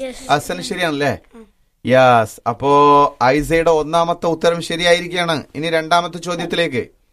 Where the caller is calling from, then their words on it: Edavanna, Kerala, India; പത്തപ്പെരിയം, മലപ്പുറം ജില്ലയിലെ എടവണ്ണ.